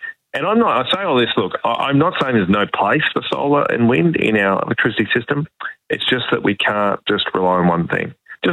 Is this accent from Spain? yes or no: no; Rockhampton, Queensland, Australia; Yesterday I had a round table of accountants and finance advisors in my hometown of Rockhampton.